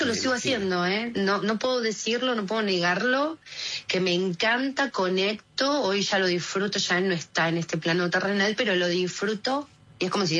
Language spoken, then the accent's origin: Spanish; Banfield, Buenos Aires Province, Argentina; Yo, zona sur, yo me crié en Banfield.